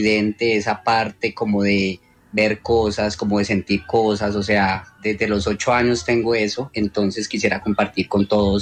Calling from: Medellín, Antioquia, Colombia; Desde Medellín.

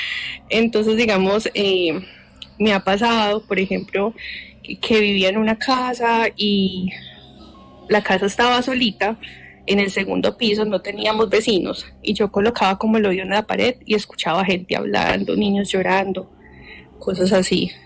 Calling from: Armenia, Quindío, Colombia; yo vivo en Armenia.

